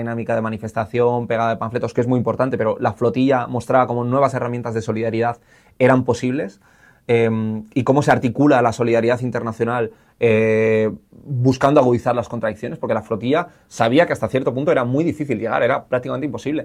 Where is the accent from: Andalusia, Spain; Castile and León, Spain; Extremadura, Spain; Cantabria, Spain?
Castile and León, Spain; Salamanca; Yo que soy de Salamanca, pues me salió la vena charra